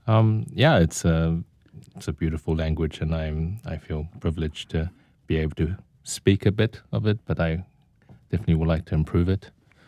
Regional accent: Christchurch, Canterbury, New Zealand; Christchurch.

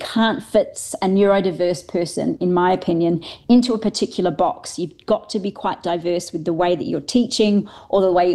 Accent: Australia; I call it lobster being Australian

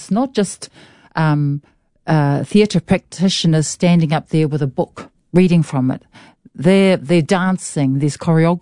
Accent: Gisborne, New Zealand; also born or lived in Mangatu / Te Karaka / Wainui Beach; I grew up in Gisborne or, you know, around Gisborne and Mangatu and Te Karaka, very small places. I lived in Wainui for quite a while.

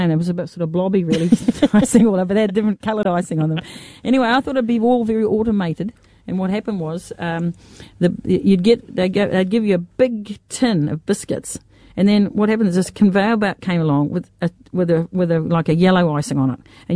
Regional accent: Helensville, Auckland, New Zealand; I'm from Helensville

